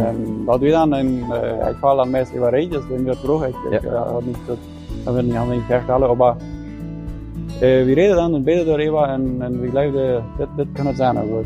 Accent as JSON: {"language": "German", "town": "Fernheim", "region": "Boquerón", "country": "Paraguay", "said": "Ich komme mit Fernheim. Sie haben da abgewachsen, um 8, Schönbrunn."}